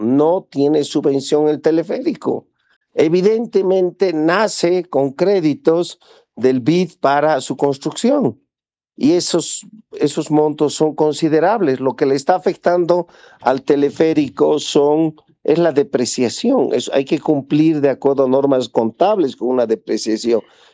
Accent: Potosí, Bolivia; Me da pena porque yo soy potosino y esa es una herida que llevamos los potosinos porque se nos mintió.

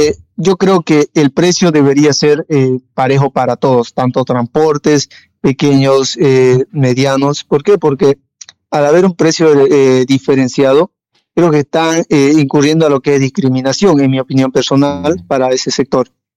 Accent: Bolivia

